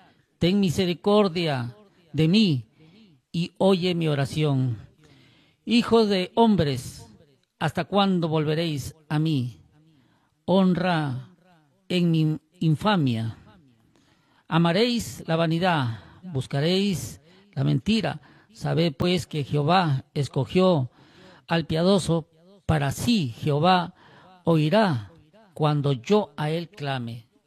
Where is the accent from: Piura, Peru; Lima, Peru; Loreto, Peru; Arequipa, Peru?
Piura, Peru; yo soy de Piura también, del departamento de Piura.